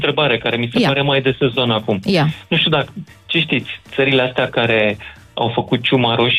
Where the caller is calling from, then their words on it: Romania; eu sunt român